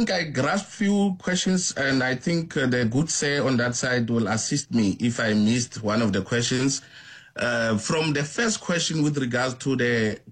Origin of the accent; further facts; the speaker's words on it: Western Cape, South Africa; I come from Overberg.